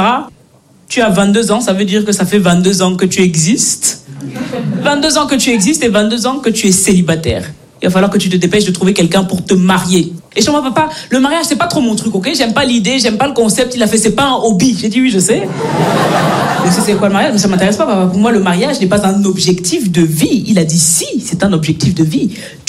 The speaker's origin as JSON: {"language": "French", "country": "Belgium", "tie": "born or raised there"}